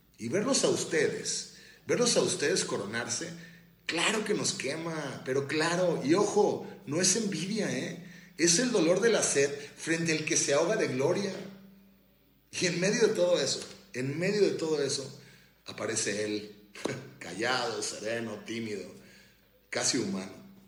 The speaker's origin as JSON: {"language": "Spanish", "country": "Mexico", "said": "qué coraje tan dolorosamente hermoso da entender eso siendo mexicano."}